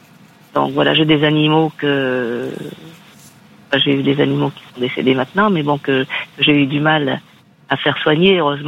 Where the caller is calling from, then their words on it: Crosne, Île-de-France, France; De Crône, dans l'Essonne.